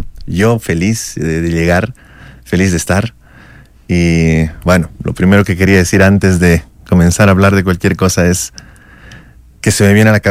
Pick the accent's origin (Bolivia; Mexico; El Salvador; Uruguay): Bolivia